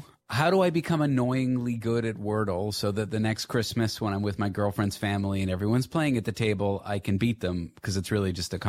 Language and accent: English; Canada; because I am Canadian